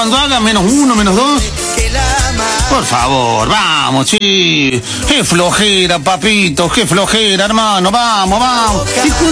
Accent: Lobos, Buenos Aires Province, Argentina; now in Florida, United States; Sos mi compañía todos los días acá en Florida, Estados Unidos. Vivo desde hace 14 años. Yo soy de Lobos, provincia de Buenos Aires, no es cordobesa.

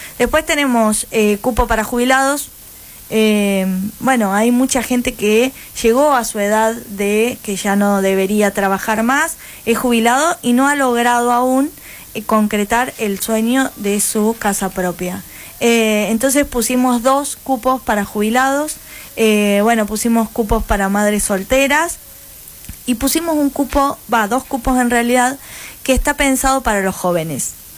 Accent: Buchardo, Córdoba, Argentina; nosotros que los que somos de Buchardo

